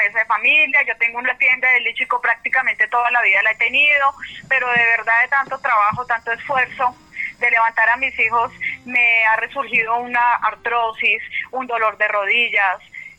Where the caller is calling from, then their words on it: Honda, Tolima, Colombia; De Onda Tolima.